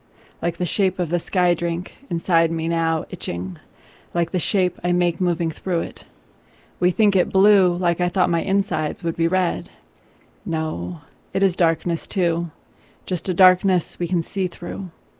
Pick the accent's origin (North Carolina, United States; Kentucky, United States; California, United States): California, United States; moved away as an adult; now in Vermont, United States; I grew up in California.